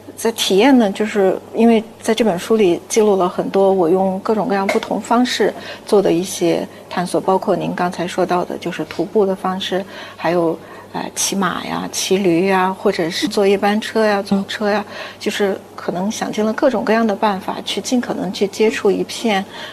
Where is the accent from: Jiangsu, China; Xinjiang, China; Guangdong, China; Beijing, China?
Xinjiang, China; Turpan; moved away as an adult; now in Urumqi, China; 当时我因为出生在吐鲁番啊